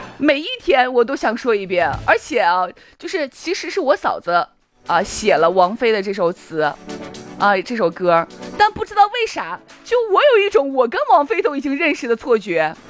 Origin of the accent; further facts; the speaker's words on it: Shaanxi, China; 我们陕西人